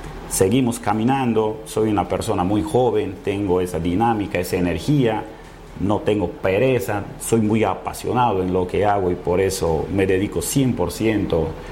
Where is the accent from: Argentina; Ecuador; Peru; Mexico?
Peru; Lamas, San Martín; porque soy de Lamas